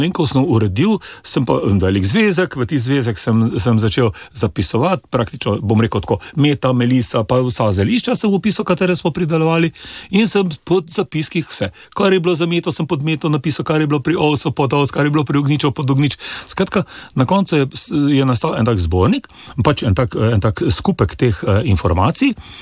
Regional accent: Celje, Savinja, Slovenia; Jaz sem blokovski otrok, jaz sem doma iz Celja, jaz sem bloko doma in dejansko

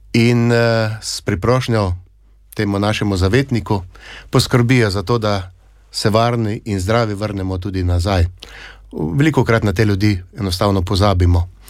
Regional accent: Styria, Slovenia; Sam prihajam iz Štajerske, pri nas v marsikaterem društvu so obudili običaj, da na predvečer praznovanja svetega Florijana pridijo fanti in zapojejo od hiše do hiše.

